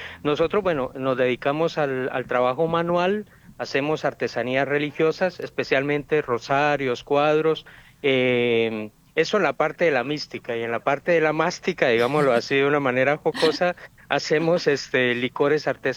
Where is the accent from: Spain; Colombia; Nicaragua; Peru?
Colombia; now in Paraná, Argentina; yo soy colombo argentino.